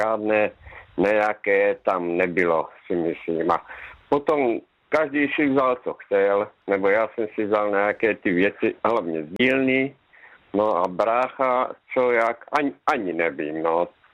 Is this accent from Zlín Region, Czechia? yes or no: yes; Luka, Zlín Region, Czechia; now in Topolná, Czechia; Dobrý večer, ano, tady v Topolné, ale pocházím z Luku. Aha. A tam jsem se vlastně narodil doma, takže jako vzpomínky tam mám, ještě tam jezdím za sestrou.